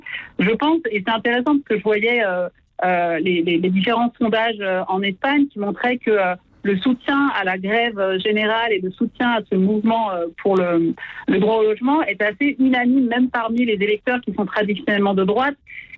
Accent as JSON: {"language": "French", "country": "France", "tie": "born or raised there", "said": "moi, je suis binationale. Je suis née, j'ai grandi en France, mais mon père était basque espagnol. Donc, j'ai la nationalité des deux pays."}